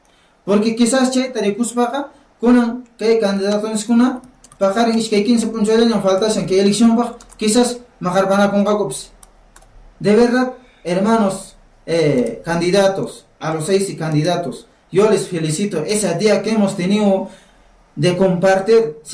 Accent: Challhuahuacho, Apurímac, Peru; somos de acá de Chalhuacho, de acá a nivel distrito de la provincia de Cotabambas.

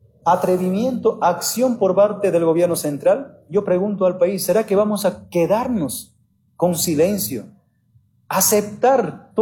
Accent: Bolivia

